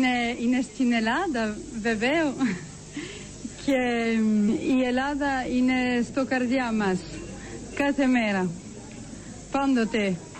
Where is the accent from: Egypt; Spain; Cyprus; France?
France; Cargèse, Corsica; Είμαι από το Καργές. Ο πάπους μου μιλούσα τα ελληνικά, τα μανιάτικα. Είμαστε όλοι από τη Μάνη, από το Ίτιλο.